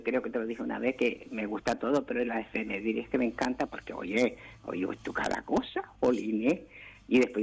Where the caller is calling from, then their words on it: Canary Islands, Spain; Ahora somos canarios